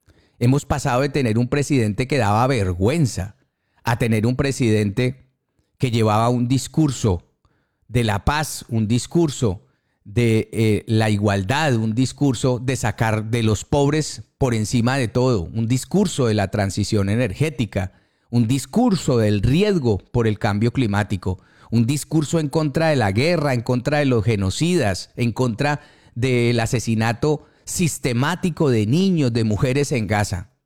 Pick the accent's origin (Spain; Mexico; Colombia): Colombia; somos colombianos.